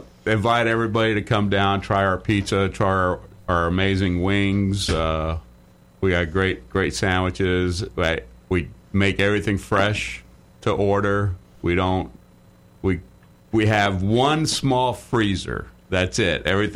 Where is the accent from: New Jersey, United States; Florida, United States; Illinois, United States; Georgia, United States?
Florida, United States; Yeah, you guys are right in my hometown anyway.